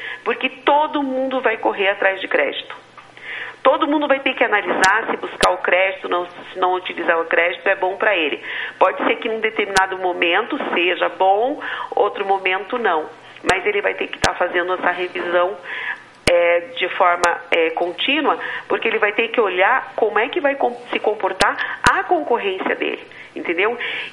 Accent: Brazil

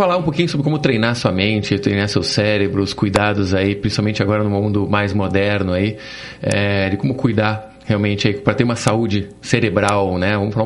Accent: Curitiba, Paraná, Brazil; born there; Sou curitibano

